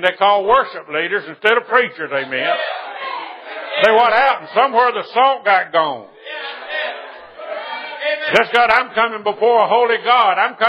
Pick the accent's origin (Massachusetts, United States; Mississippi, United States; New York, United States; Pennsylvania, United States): Mississippi, United States; We was raised in Mississippi